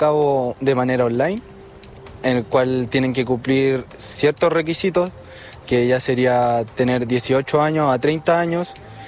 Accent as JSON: {"language": "Spanish", "town": "Puerto Montt", "region": "Los Lagos", "country": "Chile", "said": "Sí, soy de Puerto Montt."}